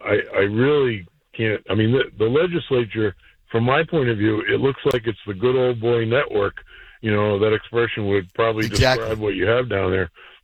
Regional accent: Massachusetts, United States; moved away; I'm not from Mass, but I grew up there

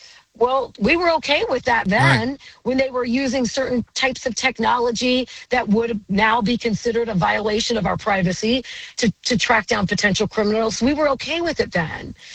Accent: St. Leon, Indiana, United States; also born or lived in Cincinnati, Ohio; I grew up, I'm from, you know, the west side of Cincinnati, but I grew up in St. Leon, Indiana. Super rural, right?

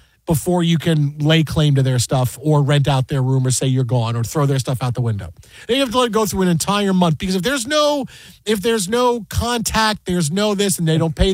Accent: New York, United States; Like, I grew up in New York. Like, I got two teams to choose from.

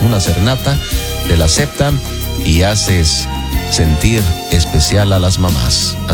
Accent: Guadalajara, Jalisco, Mexico; esto allá en mi tierra natal, en Guadalajara, Jalisco.

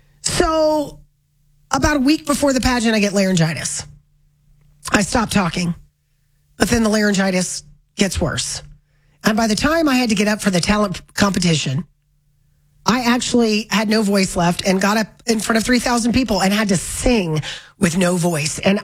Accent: Florida, United States; born there

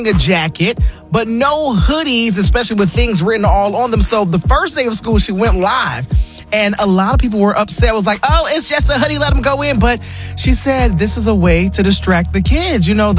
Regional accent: Miami, Florida, United States; But then down in my hometown of Miami, there was a principal actually at my former high school

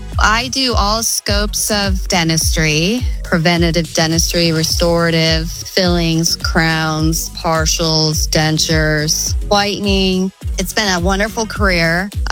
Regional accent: Mansfield, Ohio, United States; I was born in Mansfield and I lived here my whole life except for being in college.

